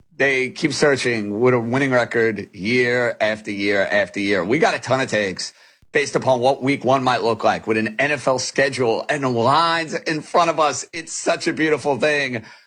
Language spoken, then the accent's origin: English; New York, United States; Am I being irrational here as the New Yorker in the room